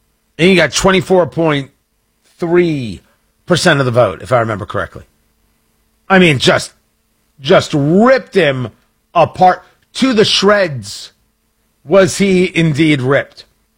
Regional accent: United States

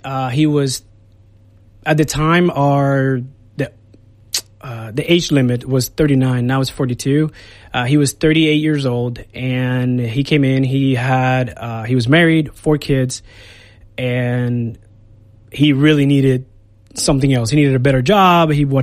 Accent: Puerto Rico; moved away as an adult; Well, I come from Puerto Rico. That's where I was born and raised.

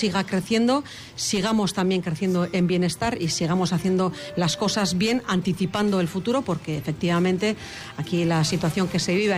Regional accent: Azpeitia, Basque Country, Spain; now in Hondarribia, Spain; Yo soy de Azpeitia, pero vivo en Hondarribia desde hace ya muchos años

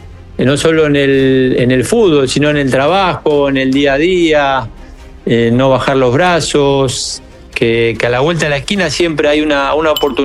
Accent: Argentina; yo siendo argentino

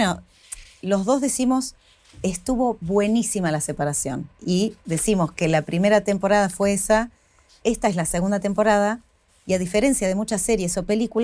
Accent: Tandil, Buenos Aires Province, Argentina; moved away as an adult; Viví con tres amigas cuando tenía 25 y fue la única, de 22 a 20 y pico, que fue ni bien me vine de Tandil a vivir acá, con mi prima Vale también

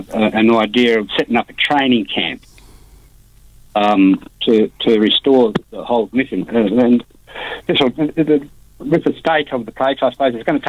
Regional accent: Bunbury, Western Australia, Australia; I was born in Bunbury on Wardandy country, so I was brought up on Wardandy country.

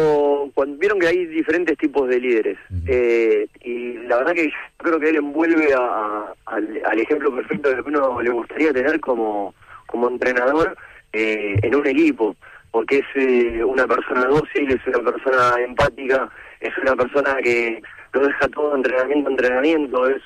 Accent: Argentina; somos Argentina, el argentino por naturaleza es muy exitista, es una realidad.

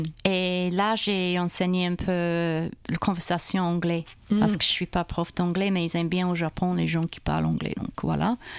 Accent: Brisbane, Queensland, Australia; born there; French is a second language; moved away as an adult; also born or lived in Japan / Belgium / Switzerland / France; je suis née à Brisbane.

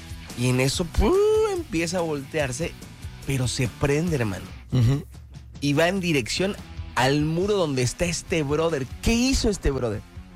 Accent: Mexico

